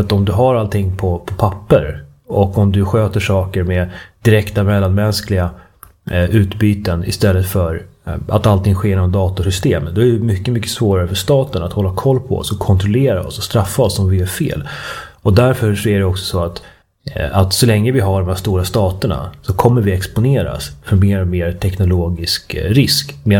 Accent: Sweden

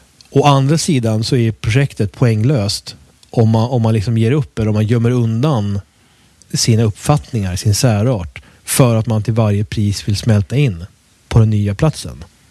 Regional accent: Sweden; Jag har en annan plats i Sverige som jag kommer ifrån, men jag har inget intresse av att bygga någonting där.

